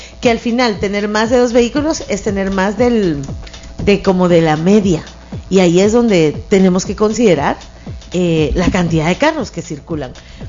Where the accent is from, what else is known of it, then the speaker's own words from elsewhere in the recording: Guatemala; Pero no es que seamos típicos chapines, ajá.